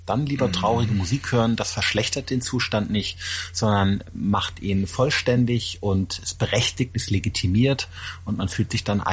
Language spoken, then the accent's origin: German; Rhineland, Germany; Ich komme ja aus dem Rheinland.